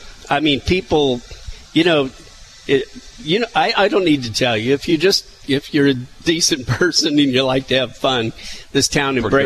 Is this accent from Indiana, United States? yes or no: yes; Indianapolis, Indiana, United States; moved away as an adult; now in Springfield, United States; Born and raised in Indianapolis.